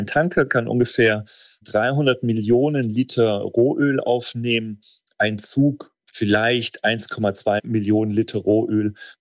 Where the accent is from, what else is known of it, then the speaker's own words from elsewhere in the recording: Germany; ich als Deutscher sehe seit Jahren, wie schwierig es ist, in Deutschland eine Bahnstrecke zu bauen